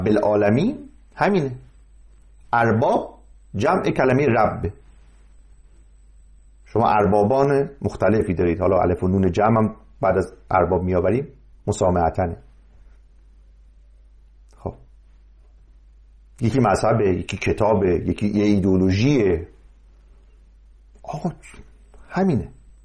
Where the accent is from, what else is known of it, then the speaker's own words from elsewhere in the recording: Mazandaran, Iran; من از اونجا دارم، من چون مازندرانی هستم از اونجا شروع میکنم.